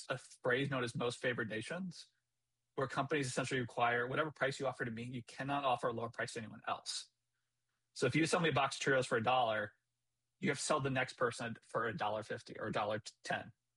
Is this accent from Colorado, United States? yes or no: no; Iowa, United States; Like, I'm from Iowa.